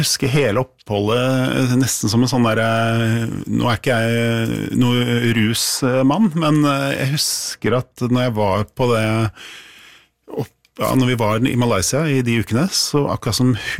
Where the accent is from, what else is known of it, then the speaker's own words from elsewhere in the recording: Oslo, Norway; hvis du hadde vært hjemme i Oslo